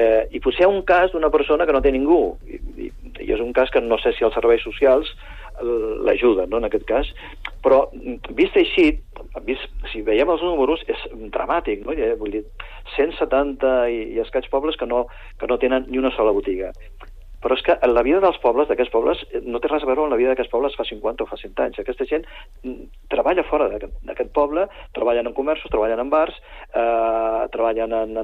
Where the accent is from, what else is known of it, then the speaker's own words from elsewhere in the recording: Barberà de la Conca, Catalonia, Spain; jo vinc de Barberà de la Conca, que és un municipi que té 426 habitants.